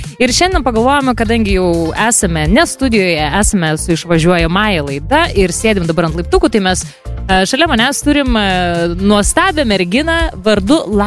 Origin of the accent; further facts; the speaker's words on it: Pasvalys, Panevėžys County, Lithuania; born there; bet gimiau Pasvalyje.